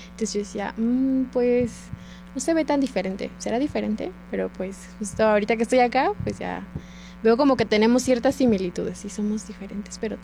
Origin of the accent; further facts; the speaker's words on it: Frontera Comalapa, Chiapas, Mexico; now in San Cristóbal de las Casas, Mexico; soy originaria de Frontera Comalapa, Chiapas, pero radico en San Cristóbal de las Casas.